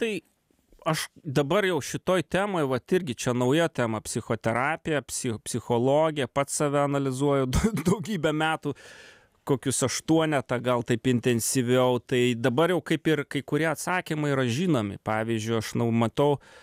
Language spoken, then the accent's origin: Lithuanian; Klaipėda, Klaipėda County, Lithuania; Pokario, jo, sovietmečio, kur aš užaugau Klaipėdą ir man buvo įdomu, kas ta raudona plita